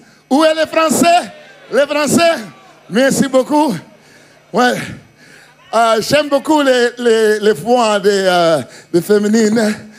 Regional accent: Netherlands; Spanish is a second language; now in Barcelona, Spain; Y, yo soy de Holanda. Pero vivo en Barcelona.

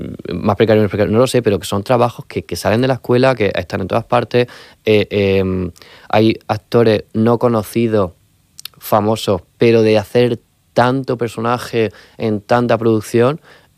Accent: Murcia, Region of Murcia, Spain; digo, soy de Murcia

